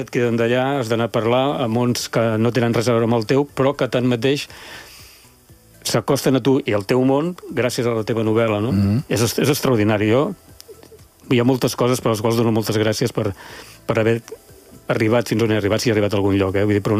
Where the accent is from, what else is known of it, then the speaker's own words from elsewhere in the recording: Catalonia, Spain; És a dir, dic Lleida perquè som catalans, no?